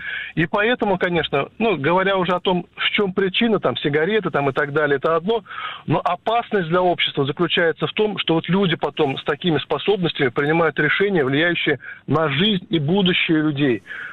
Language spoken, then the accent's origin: Russian; Kazan, Tatarstan, Russia; я из Казани